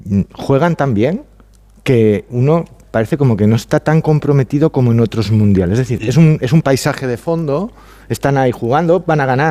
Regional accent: Valencian Community, Spain; now in Vigo, Spain; Yo soy más gallego ya

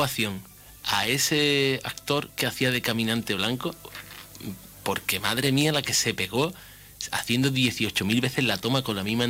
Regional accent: Ceuta, Spain; la población ceutí, a los caballas que estamos pasando ahora por un momento complicado

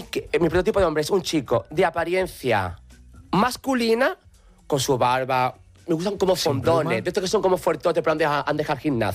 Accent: Alcalá de los Gazules, Andalusia, Spain; he salido para una discoteca de la provincia de Cádiz, pero yo vivía entonces aún en mi pueblo, en Alcalá de los Azules.

